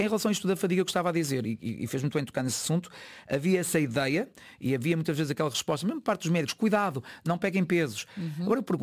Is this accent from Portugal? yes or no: yes; Braga, Norte, Portugal; eu também sou de Braga